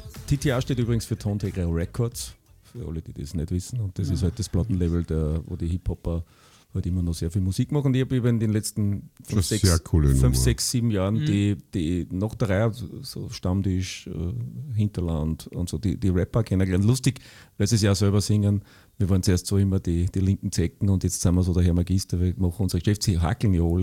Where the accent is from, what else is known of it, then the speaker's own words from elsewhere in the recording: Linz, Upper Austria, Austria; deswegen bin ich auch sehr stolz, mittlerweile immer sagen zu können, ich komme aus Linz